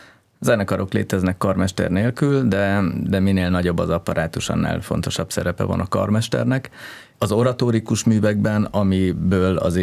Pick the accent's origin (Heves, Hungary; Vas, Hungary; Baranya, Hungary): Heves, Hungary; Tehát én úgy nőttem föl, hogy Heves egy kisváros volt, ahol szerencsére volt egy zeneiskola, de alapvetően én a cigányzenében szocializálódtam.